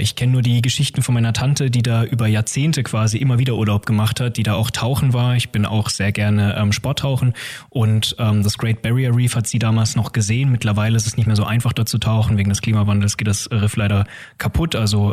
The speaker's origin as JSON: {"language": "German", "town": "Karlsruhe", "region": "Baden-Württemberg", "country": "Germany", "tie": "born there", "accent": "Bavarian", "moved": "yes", "said": "Ich komme aus der Konkurrenzregion zu Schwaben, nämlich aus Baden, aus der schönen Stadt Karlsruhe. Und den Dialekt kann ich zwar selbst nicht, weil meine Familie ursprünglich aus Bayern kommt und dementsprechend eher das Bayerische drin ist. Auch nur dann, wenn mit mir Bayerisch gesprochen wird, interessanterweise."}